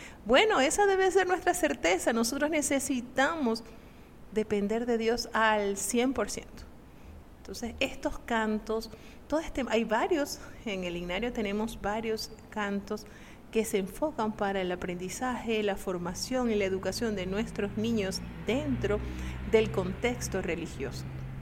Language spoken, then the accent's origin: Spanish; Maracaibo, Zulia, Venezuela; en Maracaibo, donde yo nací y me crié